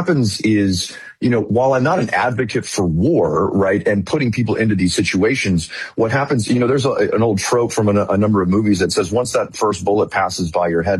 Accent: California, United States; I was a senior in high school. I was 16 years old. And so I'm from Northern California, Silicon Valley area.

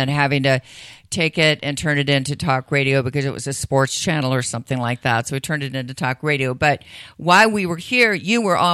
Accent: Sacramento, California, United States; like I grew up in Sacramento and there would be like, if you got through and they played, yeah, this is a request.

